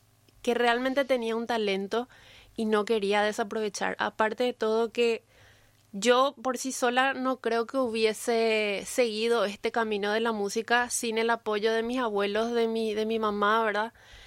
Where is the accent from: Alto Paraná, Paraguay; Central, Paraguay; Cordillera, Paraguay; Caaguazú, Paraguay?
Alto Paraná, Paraguay; Ciudad del Este; moved away as an adult; now in Asunción, Paraguay; Nací y me malcrié en la ciudad de Ciudad del Este. Soy del este del país donde nace el sol. Pero ya en el 2016 me mudé a Asunción por cuestiones de estudios musicales.